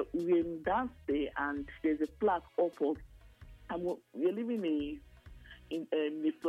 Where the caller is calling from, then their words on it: Benin; I'm calling from Benin.